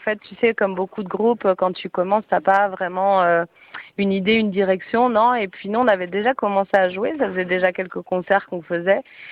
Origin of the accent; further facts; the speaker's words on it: Paris, Île-de-France, France; born there; Tout à fait, mais je suis française, je suis née à Paris.